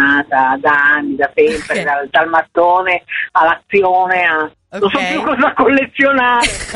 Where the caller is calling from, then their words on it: Milan, Lombardy, Italy; chiamo da Milano.